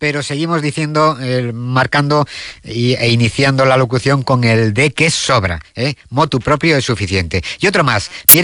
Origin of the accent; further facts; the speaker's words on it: Palencia, Castile and León, Spain; esa carga que llevamos todos los palentinos desde que nacemos, tener que decir que somos de Palencia con P.